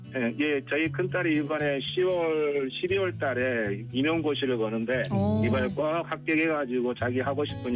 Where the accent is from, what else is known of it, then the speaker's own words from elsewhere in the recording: Yeonggwang, South Jeolla, South Korea; now in Namyangju, South Korea; 어릴 때 전남 영광에 살았는데요.